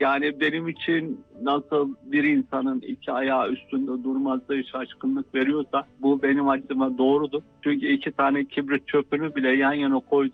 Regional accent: Ankara, Turkey; born there; 1972 Ankara doğumluyum.

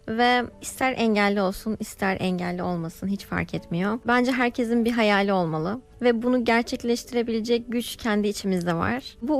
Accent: Istanbul, Turkey; born there; 1992 İstanbul doğumluyum.

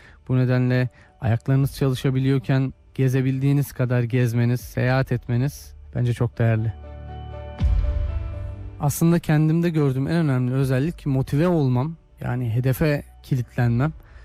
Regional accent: Konya, Turkey; born there; 1981 Konya doğumluyum.

